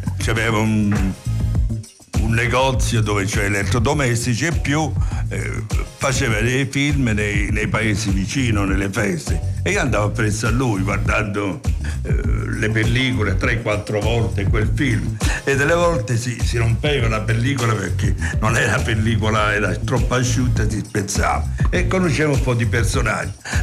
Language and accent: Italian; Calabria, Italy; now in Rome, Italy; grazie il mio comportamento da buon calabrese, mi sono fatto sempre rispettare